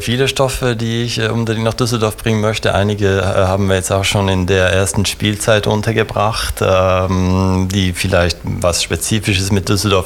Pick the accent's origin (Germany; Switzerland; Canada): Switzerland; moved away as an adult; now in Vienna, Austria; als Schweizer